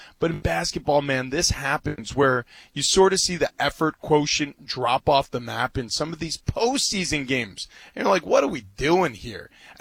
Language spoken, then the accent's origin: English; New York, United States; I grew up in New York, you know, so I've got buddies who have, you know, not only big interest in the series